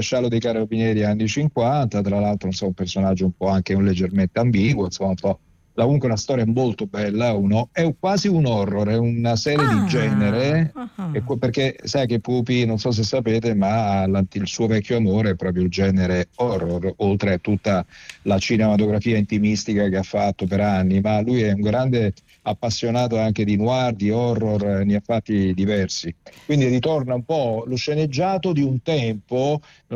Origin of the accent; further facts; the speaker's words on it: Naples, Campania, Italy; also born or lived in Castellammare di Stabia; non parlava addirittura il napoletano, perché io sono campano, nato